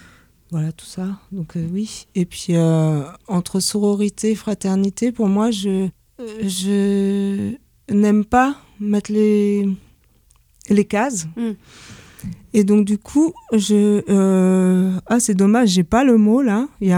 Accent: France; j'ai été adoptée, j'ai grandi en France

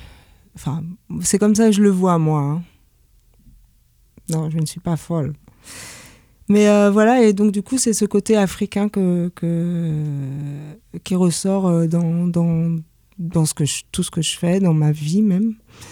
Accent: France; j'ai été adoptée, j'ai grandi en France

